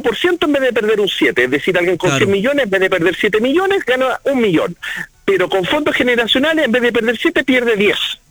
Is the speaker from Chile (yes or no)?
yes; Chile; somos todos los chilenos